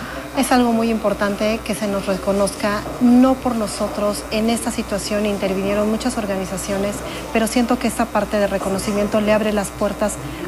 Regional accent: Mexico; la unión como buenos mexicanos

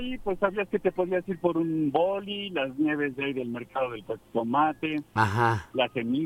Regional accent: Puebla, Mexico; mi niñez ahí en La Libertad fue mágico.

